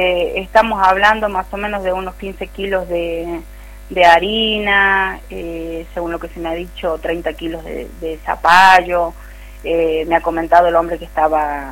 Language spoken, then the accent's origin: Spanish; Los Varela, Catamarca, Argentina; la mayoría somos de aquí, de los Varela